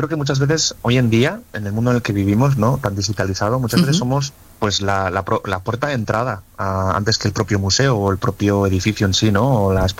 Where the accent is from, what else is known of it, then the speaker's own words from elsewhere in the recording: Asturias, Spain; yo ya hice una confesión antes, que yo soy asturiano